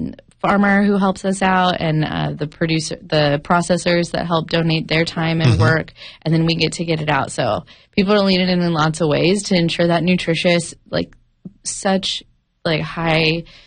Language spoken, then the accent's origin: English; California, United States; born or raised there